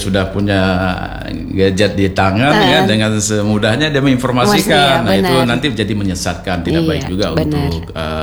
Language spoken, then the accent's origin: Indonesian; Banda Aceh, Aceh, Indonesia; Contoh kayak saya nih kan, saya dari Banda Aceh ya.